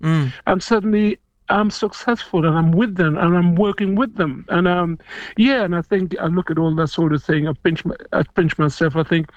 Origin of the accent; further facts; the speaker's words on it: London, United Kingdom; moved away; also born or lived in Romford; I grew up in Chicksand Street, which really is a footstep away from Brick Lane.